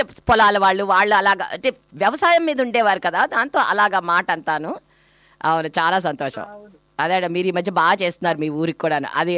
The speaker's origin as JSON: {"language": "Telugu", "town": "Vijayawada", "region": "Andhra Pradesh", "country": "India", "moved": "yes", "lives_now": "Sydney, Australia", "said": "పుట్టి పెరిగిన ఊరు. అవును, అదే అంటారు మీరు మీ కోలవెన్ను, నేను నా విజయవాడ."}